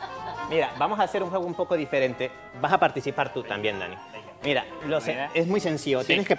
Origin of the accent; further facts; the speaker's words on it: Honduras; Honduras, sí, sí.